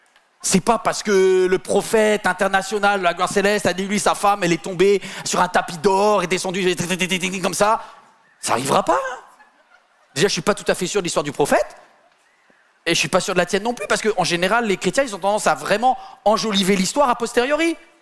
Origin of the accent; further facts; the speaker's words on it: Paris, Île-de-France, France; Moi je viens de Paris, moi j'ai laissé l'église